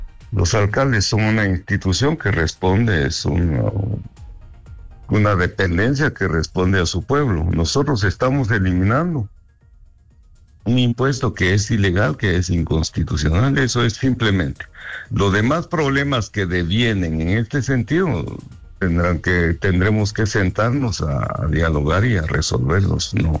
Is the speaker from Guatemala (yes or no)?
yes; Guatemala